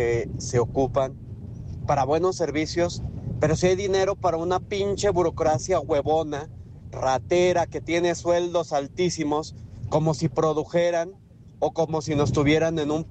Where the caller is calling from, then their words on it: Mexico; Como mexicano que pago impuestos, estoy hasta la madre.